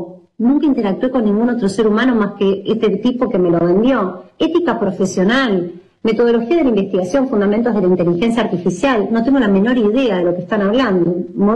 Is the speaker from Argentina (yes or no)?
yes; Argentina